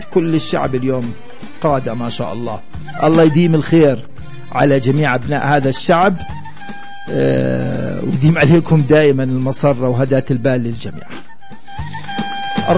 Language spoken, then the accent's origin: Arabic; Bethlehem, West Bank, Palestine; عندنا في بيت لحم أزمة في مياه الشرب، أزمة رواتب، أزمة وقود